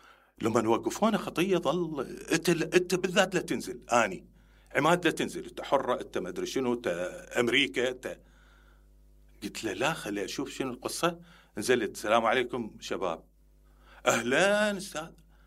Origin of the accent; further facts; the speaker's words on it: Karbala, Karbala Governorate, Iraq; أنا كربلائي